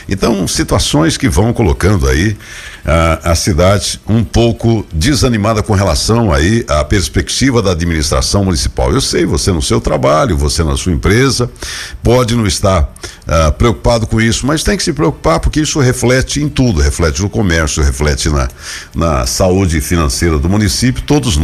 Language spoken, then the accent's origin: Portuguese; Taquaritinga, São Paulo, Brazil; born there; os que nascemos aqui em Taquaritinga